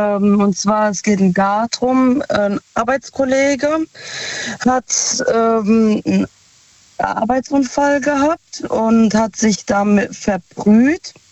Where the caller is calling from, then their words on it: Ludwigshafen, Rhineland-Palatinate, Germany; Aus Lu, also aus Ludwigshafen.